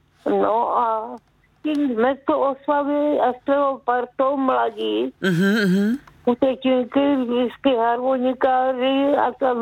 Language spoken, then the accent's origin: Czech; Zlín Region, Czechia; now in Jeseník District, Czechia; A u nás na Valachách se neslavilo a gor naši ty šli přistěhovali se tady do na okrese Jeseník po válce, takže byli roztroušeni všude možně.